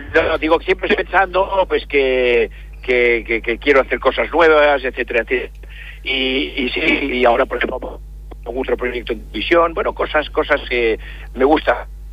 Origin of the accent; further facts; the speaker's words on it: Barcelona, Catalonia, Spain; also born or lived in Badalona; Yo nací en Badalona, pero vivo en Barcelona, sí, de toda la vida, sí.